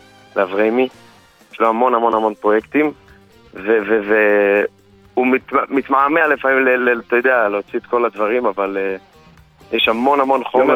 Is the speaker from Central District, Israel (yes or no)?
no; Bnei Brak, Tel Aviv District, Israel; born or raised there